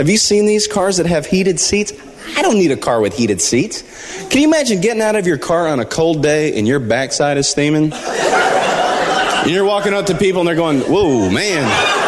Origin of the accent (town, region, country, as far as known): Nashville, Tennessee, United States